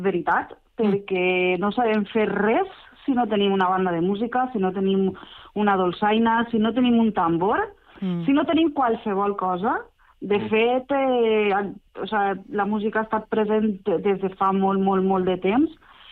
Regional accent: Valencian Community, Spain; com a valenciana i com a mare i dona de músic

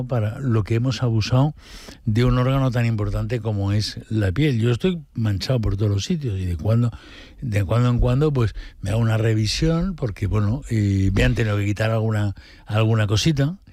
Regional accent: Almàssera, Valencian Community, Spain; Nosaltres venim d'Almàssera

